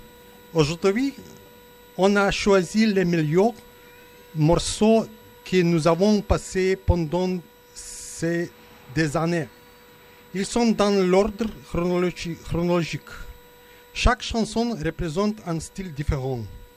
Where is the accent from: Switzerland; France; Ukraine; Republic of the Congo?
Ukraine; je suis ukrainien et je présente l'émission La Brève Histoire de la Musique Rock.